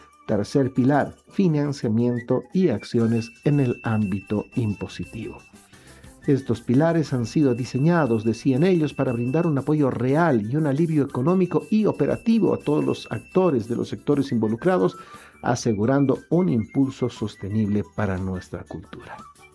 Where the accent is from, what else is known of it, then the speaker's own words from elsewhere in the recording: Bolivia; nos tiene que alarmar, no solamente como bolivianos o querendones del arte y de la cultura, sino como bolivianos en general